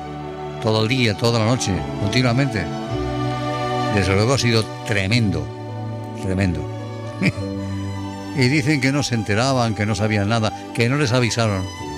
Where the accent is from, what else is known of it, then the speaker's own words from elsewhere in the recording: Spain; Y cuando descubre que somos españoles, nos multan y nos mandan a tomar viento.